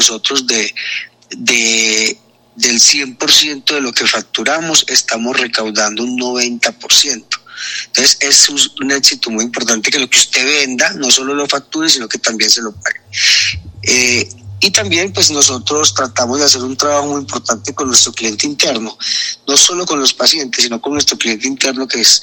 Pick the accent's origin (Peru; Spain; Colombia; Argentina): Colombia; Samaná, Caldas; Yo soy samaneño.